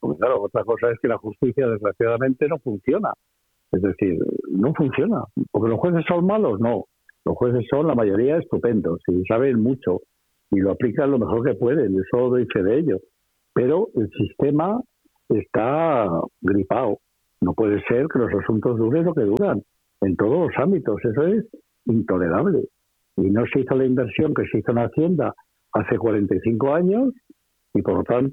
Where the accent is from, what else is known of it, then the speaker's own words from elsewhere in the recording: Valladolid, Castile and León, Spain; now in Madrid, Spain; abandonando mi ciudad natal, que era Valladolid, para venirme aquí a Madrid